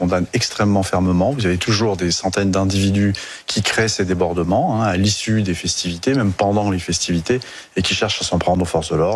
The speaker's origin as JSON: {"language": "French", "region": "Centre-Val de Loire", "country": "France", "tie": "born or raised there", "said": "je suis originaire du département du Cher."}